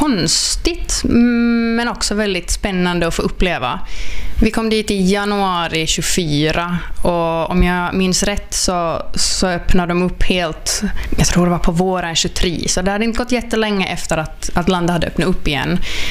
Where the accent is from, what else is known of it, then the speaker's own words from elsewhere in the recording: Kristinestad, Ostrobothnia, Finland; moved away as an adult; now in Guangzhou, China; jag kommer från Sileby då, en liten by utanför Kristinestad. Men senaste 2,5 åren så har jag varit i Kina tillsammans med min man